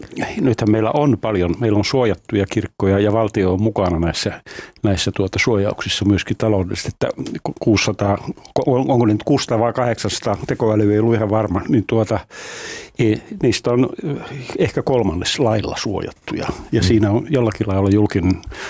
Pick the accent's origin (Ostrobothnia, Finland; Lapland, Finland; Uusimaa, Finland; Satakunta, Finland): Lapland, Finland; Rovaniemi; moved away; mä Rovaniemeltä kotoisin